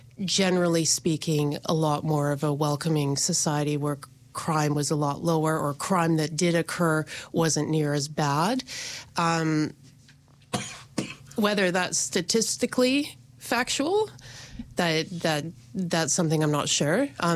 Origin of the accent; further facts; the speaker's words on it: Calgary, Alberta, Canada; now in New Zealand; I grew up in Calgary, bigger city